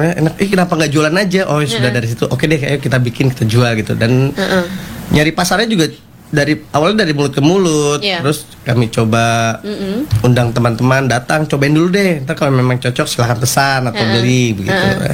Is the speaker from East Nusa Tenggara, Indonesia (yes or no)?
no; Jakarta, Indonesia; Kebetulan saya asli dari Jakarta, okay, dan saya punya anak namanya Naura.